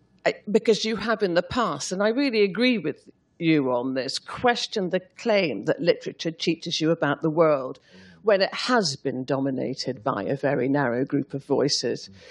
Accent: Glasgow, Scotland, United Kingdom; born there; We were both born in Glasgow. Why was I born in Glasgow?

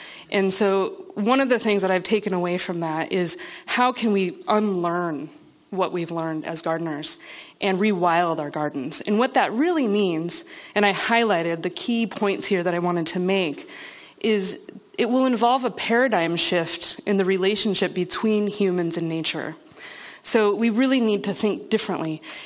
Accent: Pacific Northwest, United States; I grew up in the Pacific Northwest.

